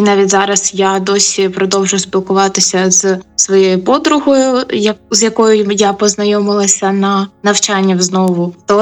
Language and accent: Ukrainian; Mykolaiv, Mykolaiv Oblast, Ukraine; moved away as an adult; now in Odesa, Ukraine; тому що я сама з Миколаєва